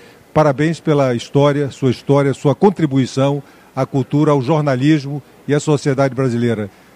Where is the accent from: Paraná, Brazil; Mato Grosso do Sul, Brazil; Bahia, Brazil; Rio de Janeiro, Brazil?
Bahia, Brazil; Eu sou baiano, aguardo